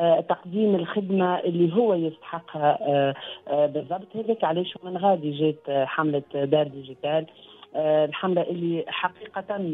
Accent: Tunisia; احنا 2156 تونسي اللي دخلوا على TRADV.SWZ.N من 34 دولة حول العالم من تونس

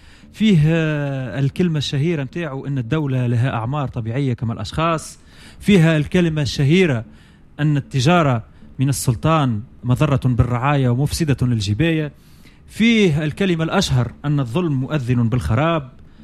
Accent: Tunisia

